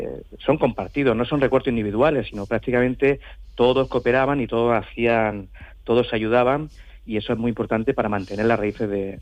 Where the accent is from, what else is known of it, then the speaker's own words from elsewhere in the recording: Senés, Andalusia, Spain; mi pueblo es lo que dice su eslogan, es que Senés sí. enamora.